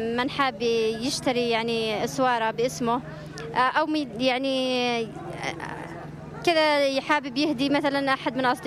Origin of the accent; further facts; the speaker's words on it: Yemen; وضعنا كيمنيين